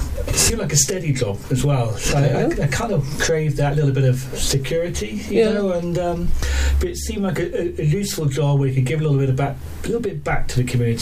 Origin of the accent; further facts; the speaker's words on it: Cheltenham, South West England, United Kingdom; to be in charge of the police in Cheltenham, my hometown, where I was born, when I went to school, was just amazing.